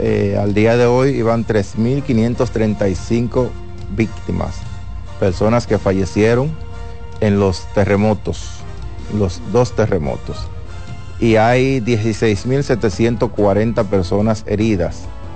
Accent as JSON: {"language": "Spanish", "country": "Dominican Republic"}